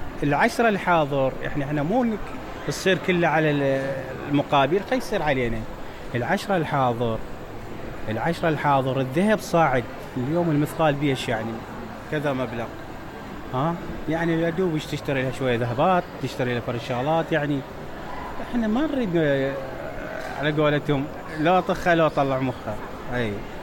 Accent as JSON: {"language": "Arabic", "town": "Najaf", "region": "Najaf Governorate", "country": "Iraq", "said": "كنت كاشير ببازار بالنجف، انا طبعا من اهل النجف."}